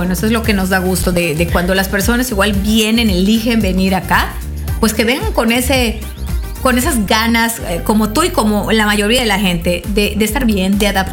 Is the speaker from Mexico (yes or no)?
yes; Mexico; Viva México, somos mexicanos.